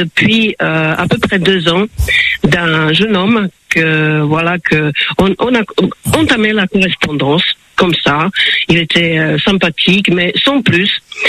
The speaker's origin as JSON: {"language": "French", "town": "Bratislava", "region": "Bratislava Region", "country": "Slovakia", "also_born_or_lived": "Czechoslovakia", "second_language": "French", "moved": "yes", "said": "employé à l'Académie de sciences de mon pays d'origine, ancien Tchécoslovaquie qui n'existe plus, à Bratislava, en Slovaquie, dans la capitale"}